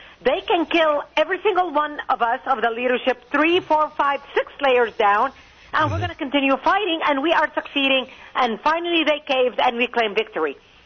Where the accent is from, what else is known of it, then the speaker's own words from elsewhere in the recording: Lebanon; As a Lebanese, as somebody who was born and raised in Lebanon, and as somebody who worked in Israel, as somebody who comes from the Middle East